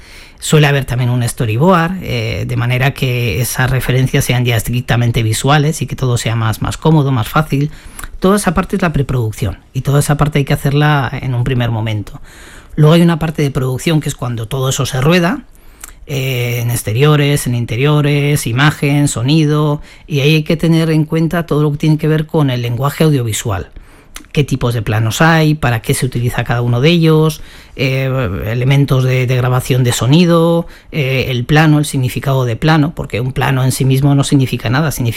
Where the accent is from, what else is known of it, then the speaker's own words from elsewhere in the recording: Alsasua, Navarre, Spain; un pueblecito donde yo vivía, de pequeño, en Alsasua